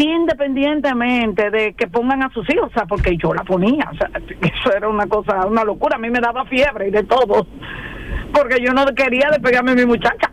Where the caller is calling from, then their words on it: Santo Domingo, Distrito Nacional, Dominican Republic; De Santo Domingo